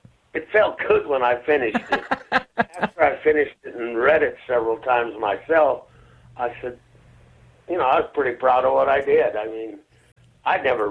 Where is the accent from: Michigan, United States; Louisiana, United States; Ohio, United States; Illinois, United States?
Michigan, United States; I grew up outside of Detroit, and that used to be one of the most vibrant, dynamic cities in the country.